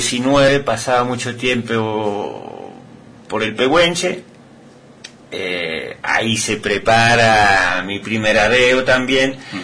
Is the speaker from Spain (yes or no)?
no; Belgium; first language Flemish; Spanish is a second language; moved away as an adult; Pasa que Bélgica, nosotros tenemos tres idiomas oficiales. Tenemos el flamenco, que es el mismo que el holandés, que sería mi idioma. Después tenemos el francés y el alemán, que yo hablo francés